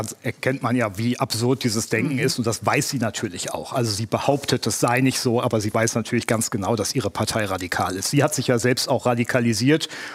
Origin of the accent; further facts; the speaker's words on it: Germany; wir müssen manchmal als Deutsche uns auch ein bisschen das größere Bild angucken.